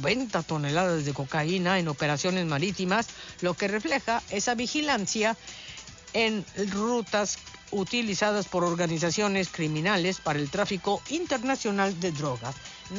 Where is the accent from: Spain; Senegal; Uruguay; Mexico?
Mexico; esta grandiosa y hermosa comunidad que somos los mexicanos.